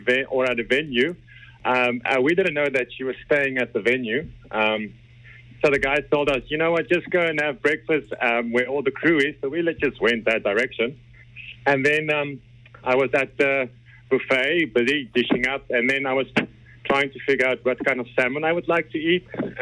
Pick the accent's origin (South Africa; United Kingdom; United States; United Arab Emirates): South Africa; moved away; I mean, I'm from South Africa, and it's so amazing.